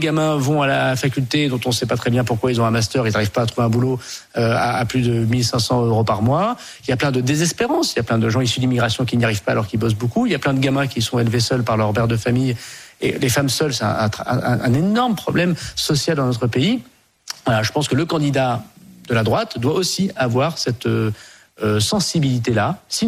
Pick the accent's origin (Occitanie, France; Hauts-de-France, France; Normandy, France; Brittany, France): Hauts-de-France, France; Je suis du Nord-Pas-de-Calais, je suis pétri de ce catholicisme social-là.